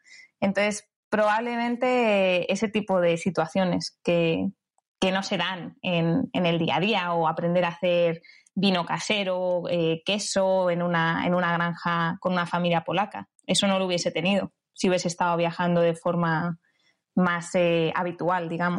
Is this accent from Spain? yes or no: yes; Community of Madrid, Spain; yo soy de Madrid, pero no de Madrid Centro, sino de Rivadavia Madrid.